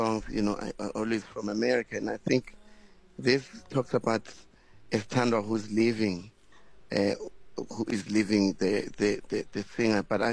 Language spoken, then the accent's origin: English; Limpopo, South Africa; when I was growing up in Limpopo.